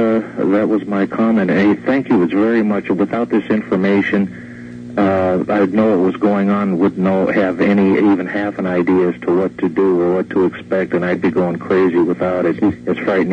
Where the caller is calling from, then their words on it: Phoenix, Arizona, United States; I'm calling from Phoenix.